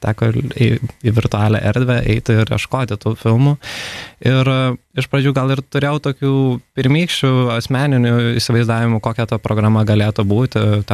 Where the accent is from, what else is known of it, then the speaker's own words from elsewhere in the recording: Plungė, Telšiai County, Lithuania; now in Vilnius, Lithuania; Aš iš Plungės.